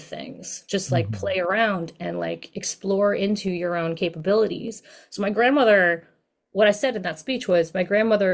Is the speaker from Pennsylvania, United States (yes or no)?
yes; Philadelphia, Pennsylvania, United States; now in San Francisco Bay Area, United States; I grew up in Philadelphia